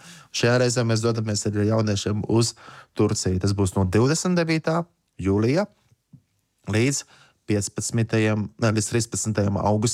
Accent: Talsi, Courland, Latvia; Talas, mēs nākam no Talasiem

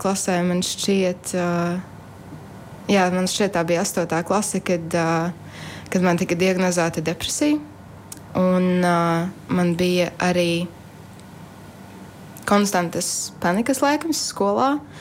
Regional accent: Skrīveri, Aizkraukle Municipality, Latvia; Es uzaugu baptistu draudzē, Skrīvaros.

